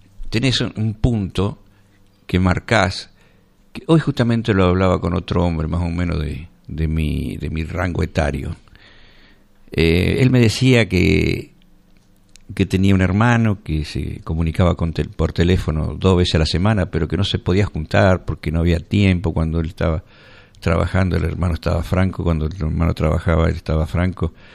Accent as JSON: {"language": "Spanish", "country": "Argentina"}